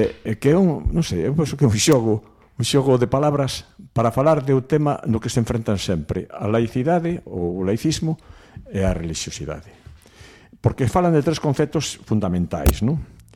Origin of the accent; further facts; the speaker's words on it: Esmelle, Galicia, Spain; also born or lived in Ferrol; nacín en Ferrol, aínda que me criei en Esmelle, vivo en Esmelle tamén.